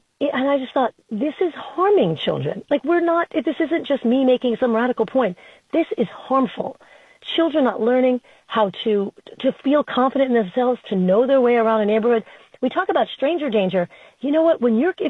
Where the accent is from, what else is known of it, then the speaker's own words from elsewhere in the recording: Flushing, New York, United States; I grew up in Flushing.